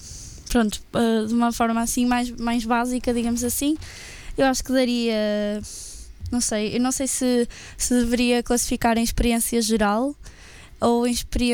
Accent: Espinho, Norte, Portugal; moved away as an adult; now in Coimbra, Portugal; eu também venho de Espinho, onde não há tanta... não há tanta opção por onde escolher.

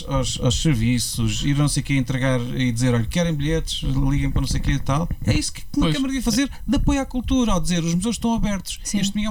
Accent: Viseu, Portugal; Mas eu sou de Viseu.

